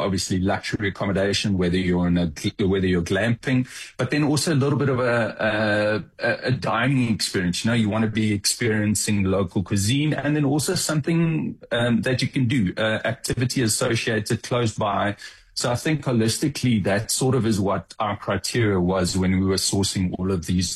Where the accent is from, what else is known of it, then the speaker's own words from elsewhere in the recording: South Africa; I think being South African